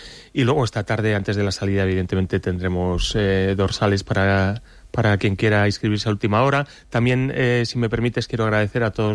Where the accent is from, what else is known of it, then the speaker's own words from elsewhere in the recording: Santibáñez de Valcorba, Castile and León, Spain; yo soy de Santibáñez de Valcorba